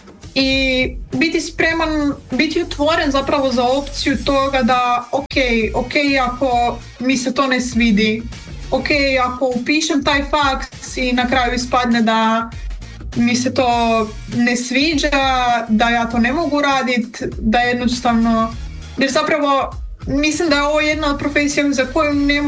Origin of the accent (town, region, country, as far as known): Croatia